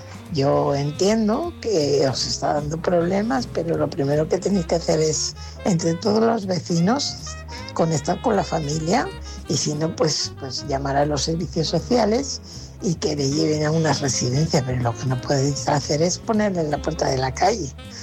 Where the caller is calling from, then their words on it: Fuenlabrada, Community of Madrid, Spain; corresponsal de Fuenlabrada.